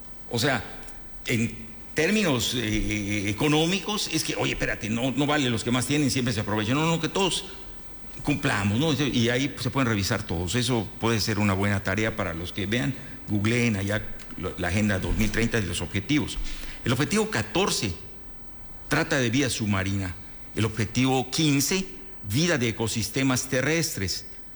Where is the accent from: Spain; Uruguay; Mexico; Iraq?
Mexico; pero soy mexicano, mi país firmó, hay que cumplirlo.